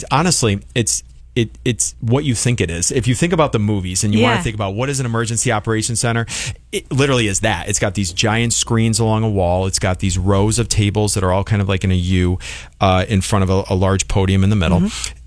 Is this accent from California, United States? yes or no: no; Irondequoit, New York, United States; So Mike Seidel was actually reporting live from my hometown. So he was up in Seabreeze.